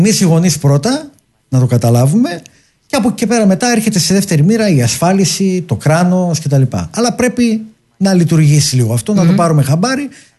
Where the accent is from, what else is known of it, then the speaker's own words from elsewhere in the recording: Greece; Απλά ως Έλληνας